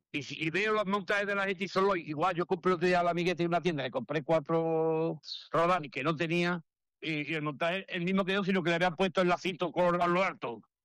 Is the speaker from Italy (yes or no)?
no; Córdoba, Andalusia, Spain; now in La Rioja, Spain; Soy andaluz, soy cordobés y adoptivo de La Rioja. Pero soy así y no me va a cambiar nadie.